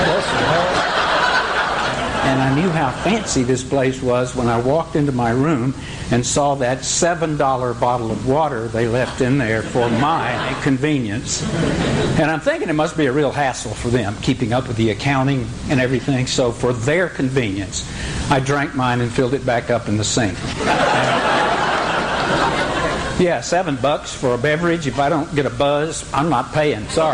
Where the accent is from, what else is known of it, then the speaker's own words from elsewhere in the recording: Mississippi, United States; also born or lived in Los Angeles; now in Louisville, United States; Having been born and raised in Mississippi and currently living in the quaint river town of Louisville, Kentucky.